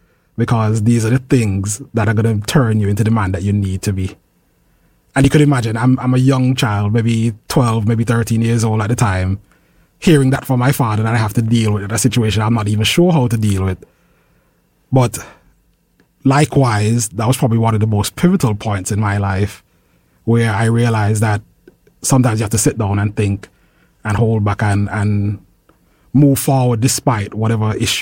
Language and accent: English; Montserrat; Growing up in Montserrat